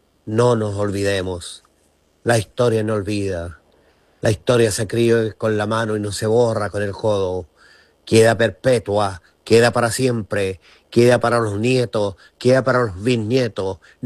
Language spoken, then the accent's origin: Spanish; Chile; Porque somos chilenos. Somos chilenos, señores.